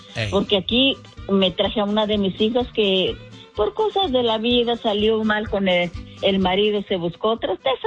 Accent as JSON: {"language": "Spanish", "town": "Yahualica de González Gallo", "region": "Jalisco", "country": "Mexico", "tie": "born or raised there", "said": "Yo soy originaria de Yagualica, Jalisco."}